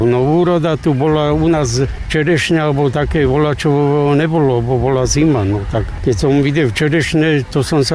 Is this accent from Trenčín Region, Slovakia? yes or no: no; Čierny Balog, Banská Bystrica Region, Slovakia; now in Trakovice, Slovakia; Čierny Balog má 13 osad, spustí ho pustvo, všade dookola je hora, potoky, plné struhov bývali.